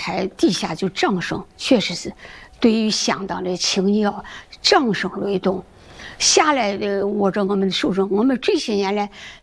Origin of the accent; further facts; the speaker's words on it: Shaanxi, China; 但是乡党们把我接到他们家里，走陕西饭、麻食、酒片儿，什么就一天给你做几样子饭，咱们说陕西话，吃陕西饭，所以很亲切。